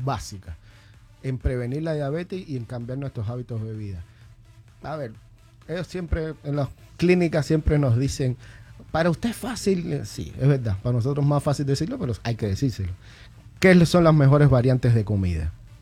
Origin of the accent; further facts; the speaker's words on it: Cuba; moved away; Yo soy cubano, nosotros los cubanos adictos al pan. Es, viene así en nuestra idiosincrasia.